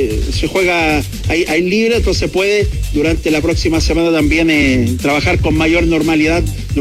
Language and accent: Spanish; Concepción, Biobío, Chile; moved away; Cuando era chico allá en Concepción